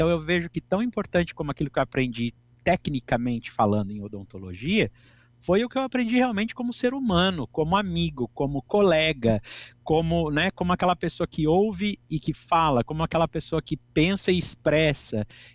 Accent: Bauru, São Paulo, Brazil; now in Araraquara, Brazil; porque eu sou uma pessoa do interior. Eu sou nascido e criado em Bauru e me mudei para Araraquara para cursar a faculdade.

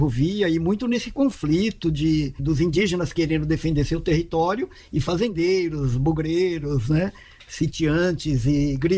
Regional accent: Bauru, São Paulo, Brazil; also born or lived in Lençóis Paulista; Eu morava em Lençóis Paulista na época, embora eu seja de Bauru, eu sou da Vila Falcão.

